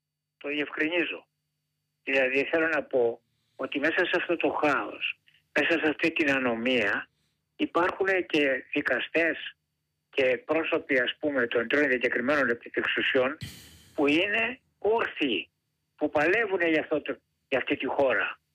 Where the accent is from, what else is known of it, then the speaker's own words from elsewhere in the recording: Gortynia, Peloponnese, Greece; την πατρίδα μου κάτω από τη Γουρτινία